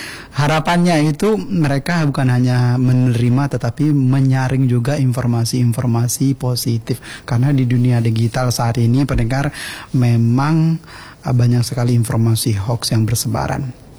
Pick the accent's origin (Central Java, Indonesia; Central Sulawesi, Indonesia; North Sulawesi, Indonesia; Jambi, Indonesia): Jambi, Indonesia; desa saya, cepatnya Desa Batu Sawar.